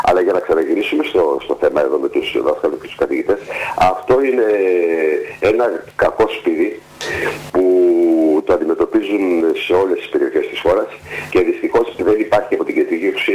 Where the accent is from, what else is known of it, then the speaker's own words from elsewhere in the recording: Serres, Central Macedonia, Greece; Γιατί εμένα να με φέρνει από τις Σέρες στην Άξο, από τη στιγμή που στο χωριό μου πηγαίνει κάποιον άλλον